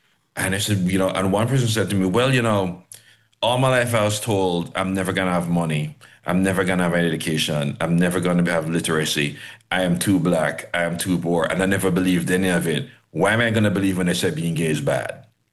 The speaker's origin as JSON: {"language": "English", "country": "Jamaica"}